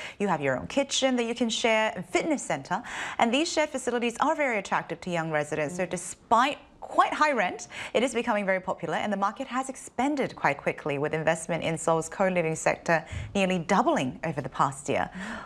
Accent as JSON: {"language": "English", "country": "New Zealand", "tie": "born or raised there", "said": "I grew up in New Zealand, as you guys all know, so nature is a big part of my life."}